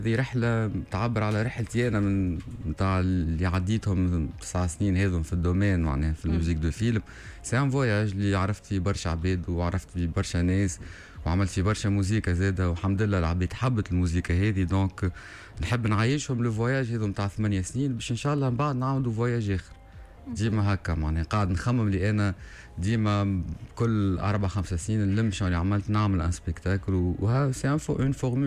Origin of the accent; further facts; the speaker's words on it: Tunisia; حياتي الكل هنا في تونس وما نخرجش